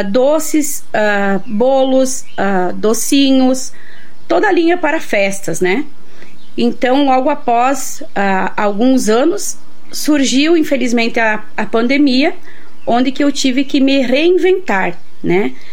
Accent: São José do Cedro, Santa Catarina, Brazil; moved away; also born or lived in Rio de Janeiro; eu saí de São José do Cedro em 2001, quando fui para o Rio de Janeiro trabalhar.

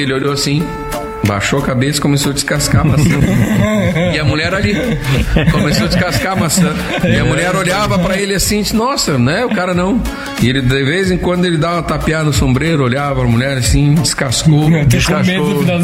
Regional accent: Rio Grande do Sul, Brazil; a gente conhece Porto Alegre, a gente é do Rio Grande do Sul, né?

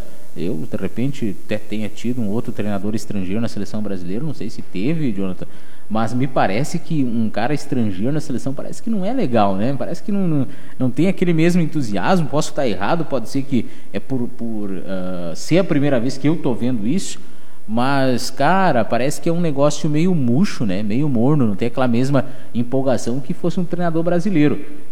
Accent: Brazil; eu como brasileiro

